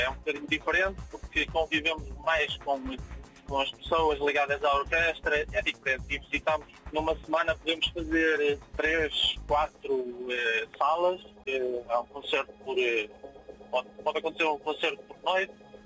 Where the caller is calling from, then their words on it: Vale de Cambra, Portugal; Eu sou da zona de Valcâmbra.